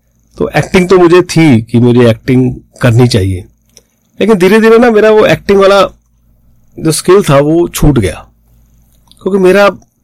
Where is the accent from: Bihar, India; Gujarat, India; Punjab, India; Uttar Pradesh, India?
Punjab, India; Jalandhar; मैं बेसिकली पंजाब से हूं, पंजाब के जलंधर शहर से